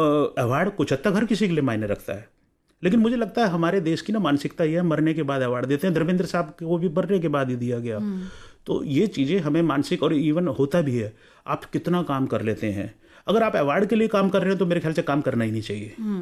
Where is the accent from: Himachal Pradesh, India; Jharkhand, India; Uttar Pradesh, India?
Himachal Pradesh, India; Hamirpur; also born or lived in Delhi